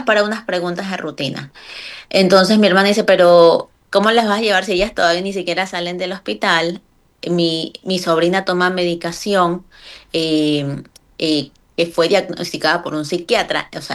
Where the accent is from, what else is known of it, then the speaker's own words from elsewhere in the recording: Ecuador; mi familia, como buenos ecuatorianos, somos bien acogedores